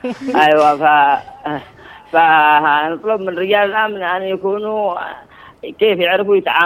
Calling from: Aden, Yemen; وكل القيادات الموجودة عندنا في عدن،

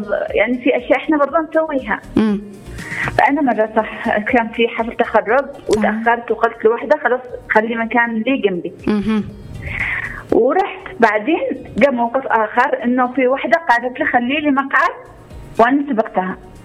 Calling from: Turabah, Makkah Province, Saudi Arabia; أنا أكلمكم من التربة

